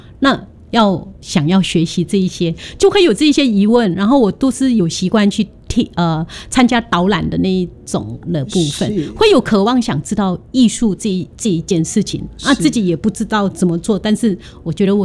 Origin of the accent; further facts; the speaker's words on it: Japan; Chinese is a second language; now in Taiwan; 那听众可能不知道漆艺就是我们日本人最喜欢用的漆具，是很漂亮的